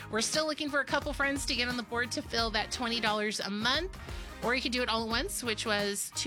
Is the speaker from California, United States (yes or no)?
yes; Tulare, California, United States; Tulare, my hometown.